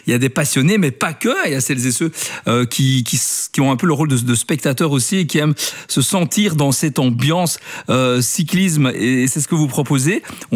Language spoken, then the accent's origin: French; Brussels, Belgium; et elle va partir en tournée, elle viendra chez nous à Forêt Nationale, carrément.